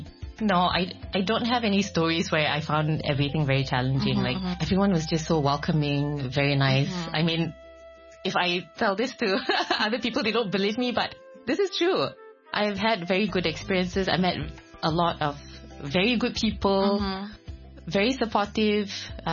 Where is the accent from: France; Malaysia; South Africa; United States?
Malaysia; now in Hong Kong; I'm like, yeah, I'm Malaysian.